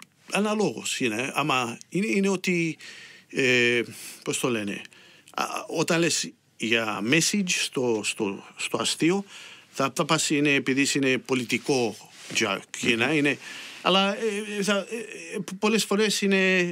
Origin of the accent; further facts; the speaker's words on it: Melbourne, Victoria, Australia; ο πατέρας μου είναι από τη Κεφαλονιά και εγώ είμαι από το Brunswick.